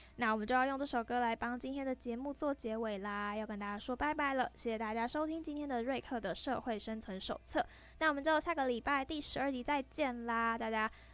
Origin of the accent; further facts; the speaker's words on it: Taichung, Taiwan; 我台中人